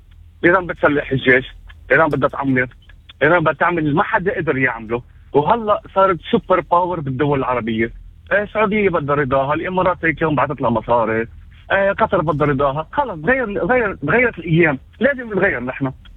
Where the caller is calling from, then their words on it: Beirut, Beirut Governorate, Lebanon; أنا من زقل البلاط،